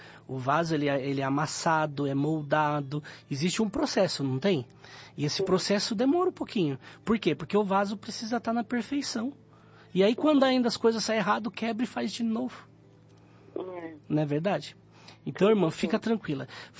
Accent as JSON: {"language": "Portuguese", "town": "Praia Grande", "region": "São Paulo", "country": "Brazil", "tie": "born or raised there", "moved": "yes", "lives_now": "São Paulo, Brazil", "said": "Eu fui criado na Praia Grande. Isso, aí mas hoje eu estou aqui em São Paulo."}